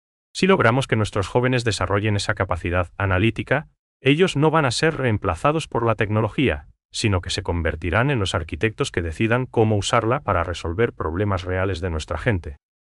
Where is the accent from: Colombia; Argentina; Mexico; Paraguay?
Paraguay; nosotros, como paraguayos